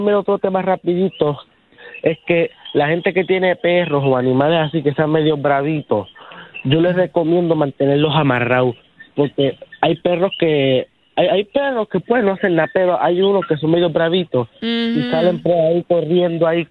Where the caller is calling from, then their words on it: Yabucoa, Puerto Rico; La gente aquí del mismo barrio Guayabota.